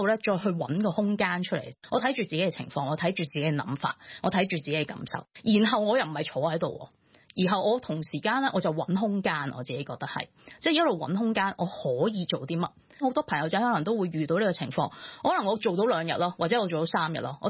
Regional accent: China; 其實我覺得 S 咧同一啲我哋中國人一啲傳統嘅哲學咧，其實係好似嘅。

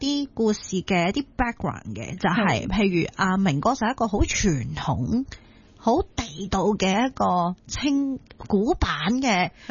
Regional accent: Hong Kong; 我哋香港人系狮子山精神，系好懂得灵活变通，

